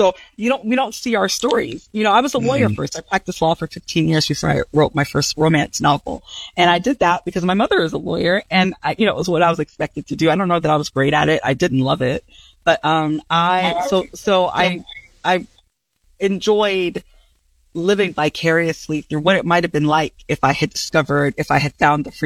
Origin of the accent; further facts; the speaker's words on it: Houston, Texas, United States; also born or lived in Ghana; I was born in Ghana. I was a child immigrant, and I grew up, but I came here so young that I grew up in America. I grew up in Houston, Texas, and that experience of straddling cultures is so unique, but not rare.